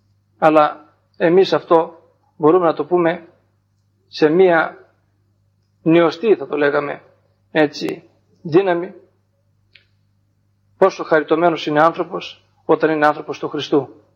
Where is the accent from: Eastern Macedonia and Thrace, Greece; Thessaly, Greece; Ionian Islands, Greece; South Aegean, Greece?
Thessaly, Greece; Trikala; γιατί εμείς οι Θεσσαλοί, γιατί είναι και πατριώτης μου, είμαι Θεσσαλός, αν μιλάμε όπως δύο παφίτες από εσάς, θα μιλούν και άλλοι και επειδή δεν τον καταλαβαίνετε, έτσι και εμείς όταν μιλάμε δύο τρικαλινοί, δεν μας καταλαβαίνει κανείς Έλληνας.